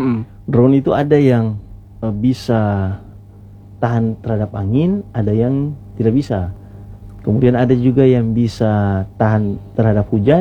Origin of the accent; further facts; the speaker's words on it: Maluku, Indonesia; daerah asal saya di Sirsur